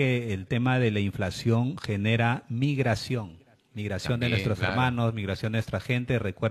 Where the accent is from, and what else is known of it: Peru